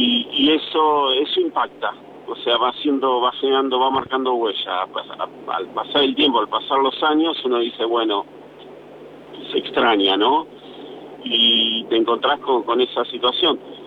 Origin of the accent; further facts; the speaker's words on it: Barcelona, Catalonia, Spain; De Barcelona, vivo en Barcelona.